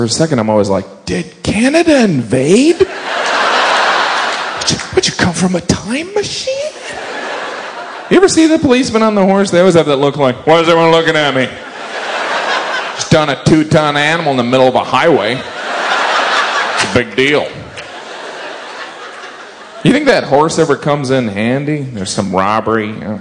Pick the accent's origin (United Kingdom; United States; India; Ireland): United Kingdom; accent: British; And don't be thrown by my British accent.